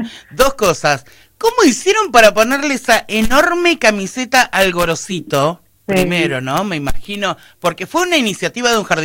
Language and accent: Spanish; Argentina; que también tenemos nosotros como argentinos